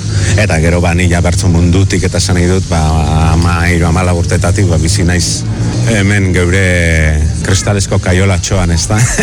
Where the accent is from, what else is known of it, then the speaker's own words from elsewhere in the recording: Durango, Basque Country, Spain; Durangarra naiz eta komikiko gidoilari bezala